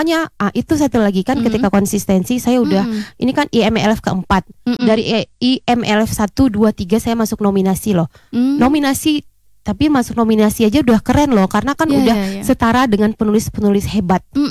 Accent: Bukittinggi, West Sumatra, Indonesia; Pak saya dari Bukit Tinggi.

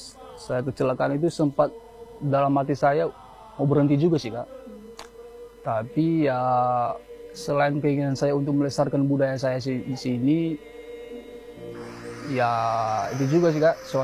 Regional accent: Bahumatalu, North Sumatra, Indonesia; saya asal Desa Bahumatalu, saya salah satu pelompat dari Desa Bahumatalu ini.

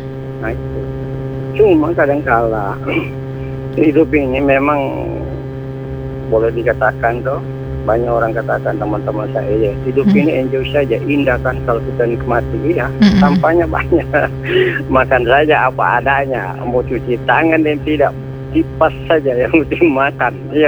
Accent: North Sulawesi, Indonesia; kalau di kampung saya bunda, di Sulawesi Utara dulu

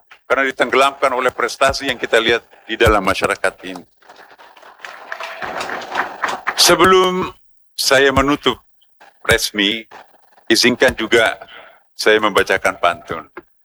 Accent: Eastern Indonesia, Indonesia; Ya bukan karena saya berasal dari Indonesia Timur

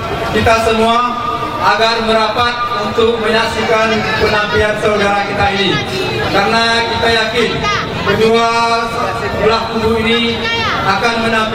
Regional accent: Aceh, Indonesia; kita warga Perumahan Kota Panjang dan sekitarnya

